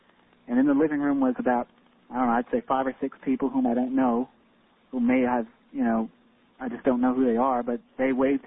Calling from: Charlotte, North Carolina, United States; Yeah, Charlotte area.

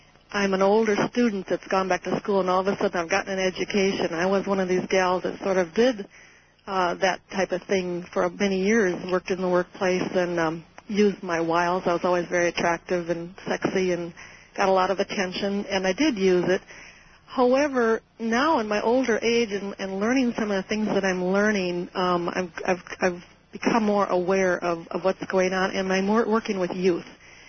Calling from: Minneapolis, Minnesota, United States; from Minneapolis.

